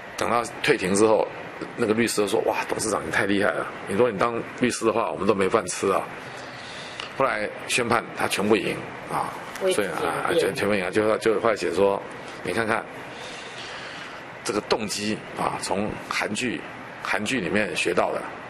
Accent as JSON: {"language": "Chinese", "country": "Taiwan", "said": "我们台湾人就是一盘散沙"}